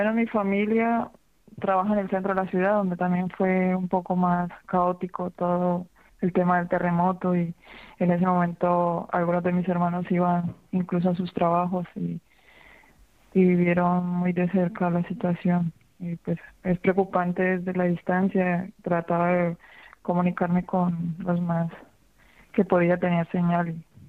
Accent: Cali, Valle del Cauca, Colombia; now in Spain

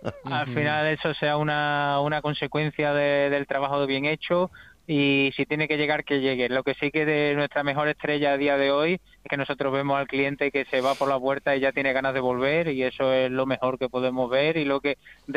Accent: Extremadura, Spain; Somos los únicos extremeños que estamos ahí

